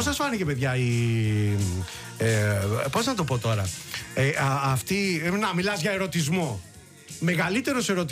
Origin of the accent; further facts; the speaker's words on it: Molaoi, Peloponnese, Greece; Guilty as charged που λένε και στο χωριό μου στου Μολάου.